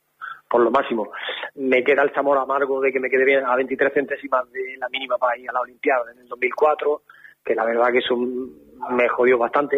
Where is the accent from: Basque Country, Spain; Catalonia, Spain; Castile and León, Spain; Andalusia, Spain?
Andalusia, Spain; Linares